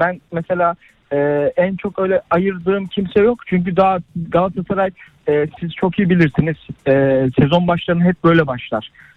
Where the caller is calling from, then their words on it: Istanbul, Turkey; İstanbul'dan bağlanıyorum.